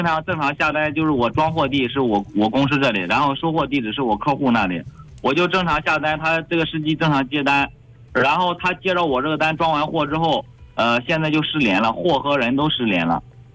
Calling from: Jinan, Shandong, China; 我人是济南的，但是我的公司是在德州的七河县。

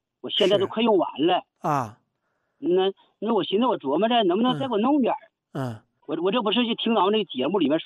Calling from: Jilin, China; 71了。

